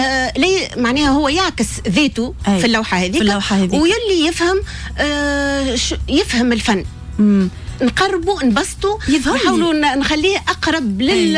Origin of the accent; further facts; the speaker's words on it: Nabeul, Nabeul Governorate, Tunisia; بما أني أنا أصيلة المدينة.